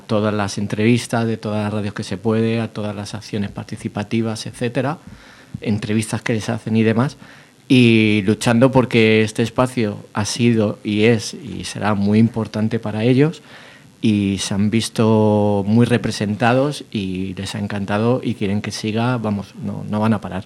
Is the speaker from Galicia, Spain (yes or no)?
no; Leganés, Community of Madrid, Spain; yo ahora mismo me estoy acordando de Radio Leganés, que yo vengo de Leganés, y está en un pasaje comercial.